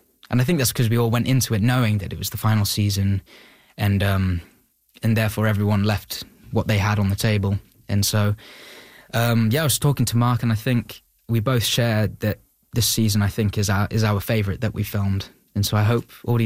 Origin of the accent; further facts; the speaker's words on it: Beverly, Yorkshire and the Humber, United Kingdom; My hometown. Beverly, we're kind of in between Beverly, Pocklington, York, in Yorkshire.